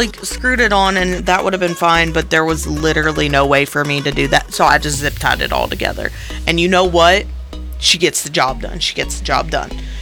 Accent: Muhlenberg County, Kentucky, United States; But I'm from Muhlenberg County

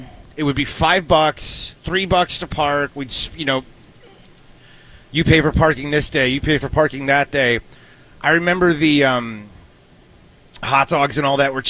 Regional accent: Vernon Hills, Illinois, United States; I grew up in Vernon Hills, Illinois

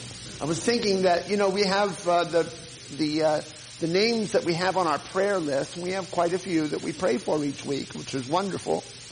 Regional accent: Ohio, United States; moved away; I'm from Ohio.

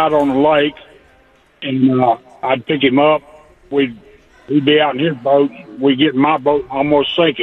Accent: Nashville, Tennessee, United States; I grew up in Nashville all my life.

